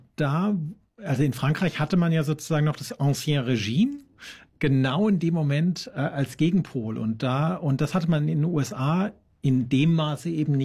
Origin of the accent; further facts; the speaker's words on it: Baden-Württemberg, Germany; also ich bin in Baden groß geworden, da, zwischen Elsass und Baden